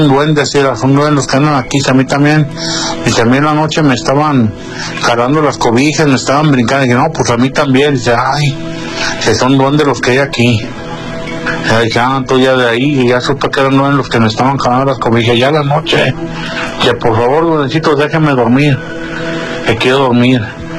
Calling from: Guadalajara, Jalisco, Mexico; Buenas noches … desde Guadalajara, Jalisco.

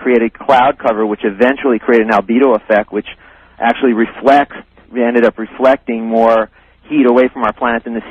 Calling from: Kona, Hawaii, United States

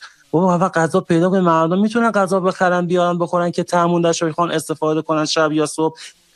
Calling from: Shiraz, Fars, Iran; من خودم تو صنف لوازم یدکی مشغول هستم تو شیراز.

